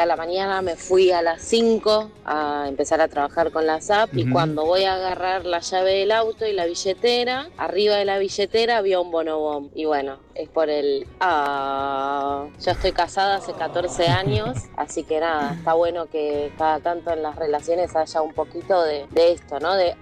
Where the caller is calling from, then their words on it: Caseros, Buenos Aires Province, Argentina; Hola, Radio Disney. … de Caseros.